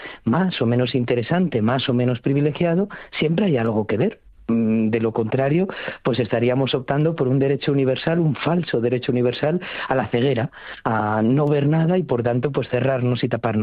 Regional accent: Getafe, Community of Madrid, Spain; No hay problema ninguno cuando uno, como madrileño, como getafense, como mesetario, como laísta, come unos chorizos a la sidra

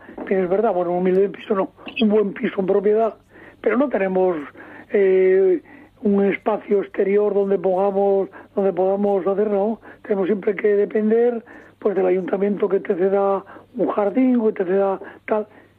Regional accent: Trubia, Asturias, Spain; Enrique, que además es paisano mío, somos de Trubia los dos

